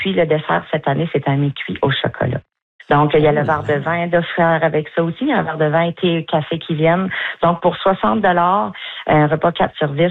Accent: Maisonnette, New Brunswick, Canada; born there; Définitivement, c'est ma région, Maisonnette. Je suis née à Maisonnette. J'ai Maisonnette dans le cœur.

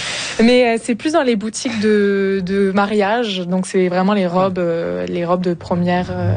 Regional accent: France; now in Matane, Canada; en tant que Français

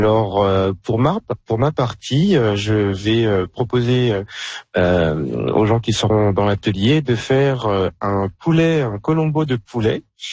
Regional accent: France; now in Saskatchewan, Canada; ici en Saskatchewan, moi je suis français d'origine

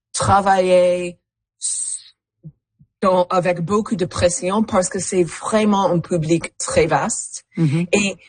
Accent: Canada; French is a second language

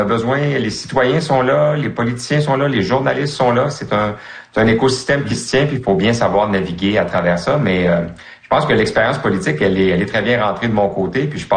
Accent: Quebec, Canada; Moi, je suis un fier francophone, je suis un fier québécois.

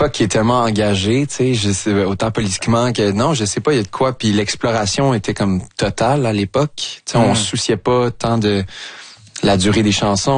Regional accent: Longueuil, Quebec, Canada; Moi, j'ai grandi dans le Vieux-Longueuil

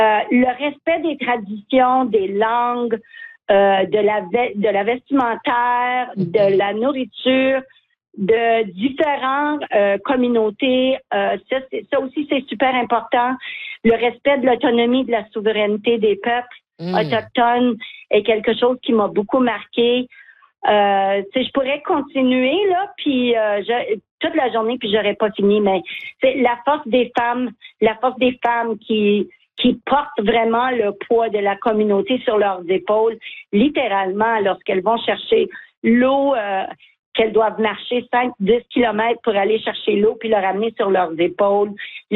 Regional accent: Mattawa, Ontario, Canada; moved away; moi, je viens de Matawa.

